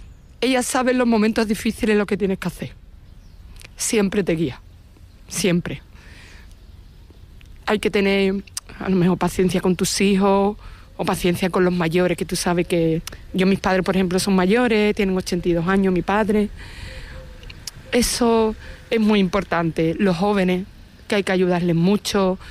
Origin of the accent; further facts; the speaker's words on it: Jerez de la Frontera, Andalusia, Spain; Yo soy de Jerez de la Frontera.